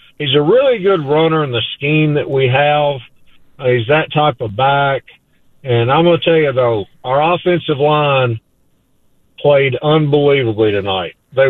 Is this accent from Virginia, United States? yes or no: no; Tennessee, United States; moved away; also born or lived in Arkansas; I'm not from Arkansas, I'm from Tennessee.